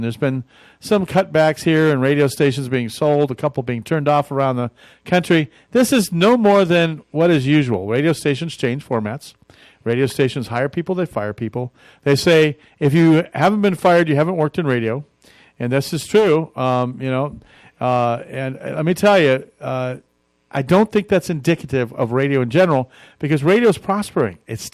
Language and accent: English; Oelwein, Iowa, United States; moved away; And a big salute to my hometown radio station in Old Wine, Iowa, KOEL.